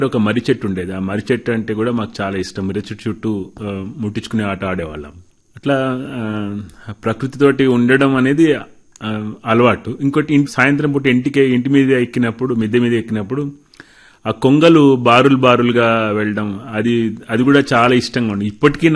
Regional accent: Mahbubnagar, Telangana, India; చిన్నప్పుడు నేను మహబూబ్ నగర్లో నా చిన్నతనం, నా చదువు చిన్నప్పుడు పాఠశాలలో చదువు కూడా అక్కడ జరిగింది.

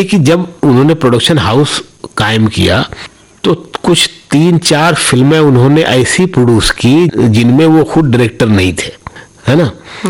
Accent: Azamgarh, Uttar Pradesh, India; मैं आज भी आजमगढ़ जब जाता हूँ तो जिन गलियों में खेलता था उनकी शक्लें बदल गई हैं, और कुछ गलियां खत्म हो गई हैं, कुछ जगहें बदल गई हैं सब, फिर भी वहां जाता हूं मैं।

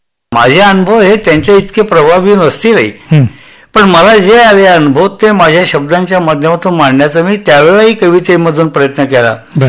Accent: Kolhapur district, Maharashtra, India; माझी जन्मभूमी कोल्हापूर जिल्हा.

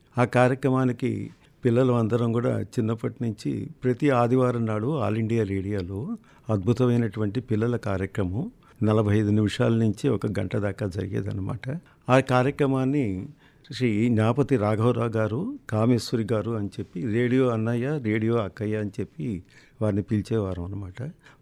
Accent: Chennai, Tamil Nadu, India; నేను పుట్టింది పెరిగింది చెన్నై నగరంలో, మద్రాస్ నగరం అనేవారు అప్పుడు.

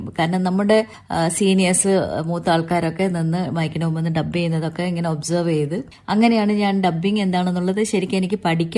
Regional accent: Kannur, Kerala, India; born there; moved away; also born or lived in Chennai; ഞാൻ ജനിച്ചത് കണ്ണൂരാണ്.

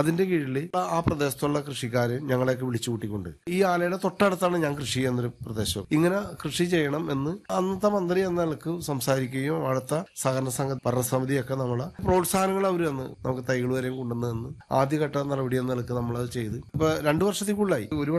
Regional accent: Karumalloor, Kerala, India; എന്റെ ചെറുപ്പം തുടങ്ങി ഞാൻ ഈ കൃഷി കണ്ടു വളർന്ന ആളാണ്.

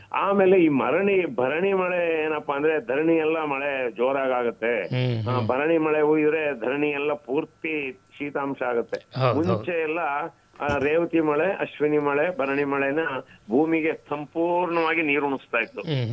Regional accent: South India, India; ನಮ್ ತಮಿಳು, ಆಂಧ್ರ, ಕೇರಳ ಕಡೆ ನಾವು ಸೌತ್ ಇಂಡಿಯಾದವರು

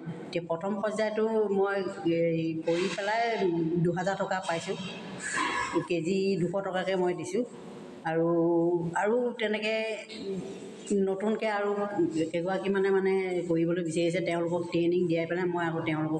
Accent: Simaluguri, Assam, India; মোৰ গাঁও শিমলগুৰিত।

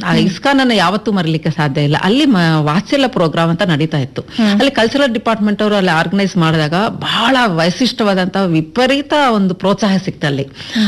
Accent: Madanapalle, Andhra Pradesh, India; first language Telugu; Kannada is a second language; moved away as an adult; now in Karnataka, India; ಮದನಪಲ್ಲಿ ಅಂತ ತಿರುಪತಿ ಹತ್ರ ಆಂಧ್ರ. ಆಕ್ಚುಲ್ ಆಗಿ ನನಗೆ ಮದುವೆ ನಂತರ ನಾನು ಕನ್ನಡ ಮಾತಾಡೋದಾಗ್ಲಿ ಬರೆಯೋದಾಗ್ಲಿ ಎಲ್ಲಾನು ನಾನು ಕನ್ನಡ ನನ್ನ ಮಗಳಿಗೋಸ್ಕರ ಕಲ್ತಿದ್ದು ಮೇಡಮ್ ಬರೆಯೋದು ಅಂತ.

